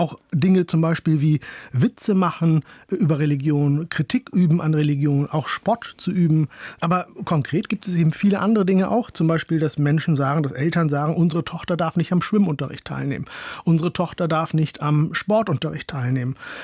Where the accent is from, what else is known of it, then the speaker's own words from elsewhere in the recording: Holland-Vielenfleet, Northern Germany, Germany; Da sage ich, ja, richtig komme ich aus Norddeutschland, nämlich aus Holland-Vielenfleet.